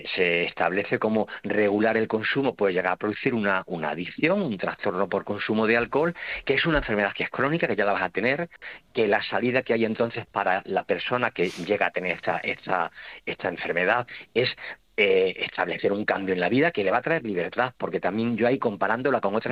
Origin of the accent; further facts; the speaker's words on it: Almendralejo, Extremadura, Spain; now in Plasencia, Spain; Yo que soy vivo en Plasencia, pero soy de Almendralejo